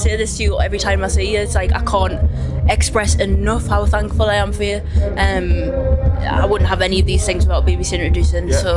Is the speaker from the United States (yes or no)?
no; Whitley Bay, North East England, United Kingdom; I grew up on Whitley Bay